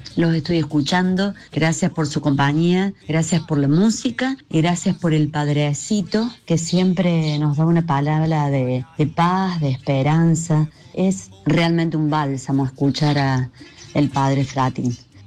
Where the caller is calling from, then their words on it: Hernando, Córdoba, Argentina; Hola, buenos días, te hablo desde Hernando.